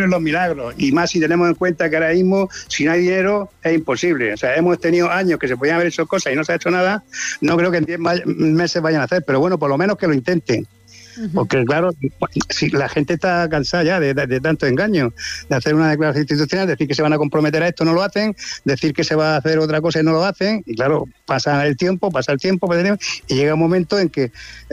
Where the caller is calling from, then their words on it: Cartagena, Region of Murcia, Spain; yo vivo en Cartagena, y como te he dicho antes, tengo 72 años